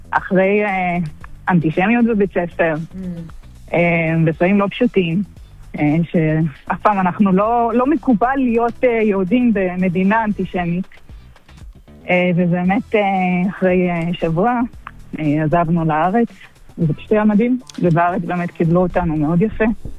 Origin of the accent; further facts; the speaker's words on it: Bulgaria; now in Israel; אבל אנחנו מבולגריה.